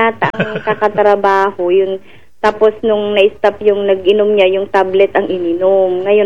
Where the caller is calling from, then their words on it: Central Luzon, Philippines; yung pinakaalam kong lugar na malapit dito sa amin sa Robinson SM sa Pampanga.